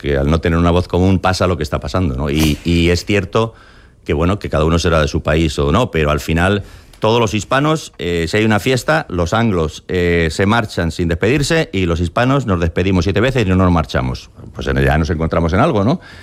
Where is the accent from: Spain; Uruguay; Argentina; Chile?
Argentina; mi país. Yo soy argentino, tal.